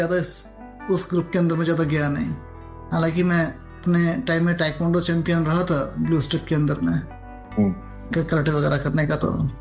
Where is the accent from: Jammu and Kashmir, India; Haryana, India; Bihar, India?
Haryana, India; मैं बेसिकली हरियाणा से हूँ